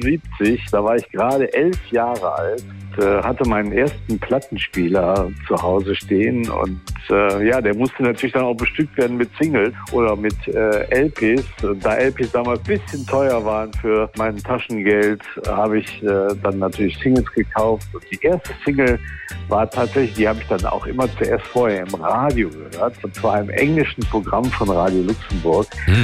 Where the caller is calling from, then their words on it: Dorsten, North Rhine-Westphalia, Germany; Ich rufe aus Dorsten an.